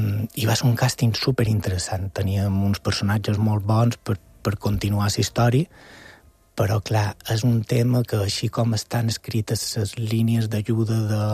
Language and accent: Catalan; Mallorca, Balearic Islands, Spain; accent: Mallorcan; la família, diguéssim, de que nostre xerrava en mallorquí i mon pare i mon mare xerren en castellà.